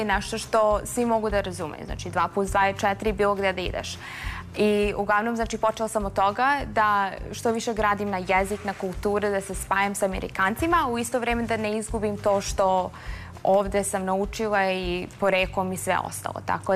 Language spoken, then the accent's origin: Serbian; Vojnić, Karlovac County, Croatia; born there; also born or lived in Smederevo; Ja sam, znači, rođena sam u Vojniću u Krajini, ali sam živjela u Smederevu u toku koje sam došla ovamo.